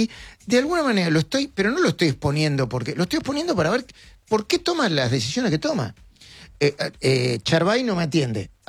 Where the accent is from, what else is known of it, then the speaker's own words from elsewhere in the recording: Argentina; somos periodistas de la Argentina.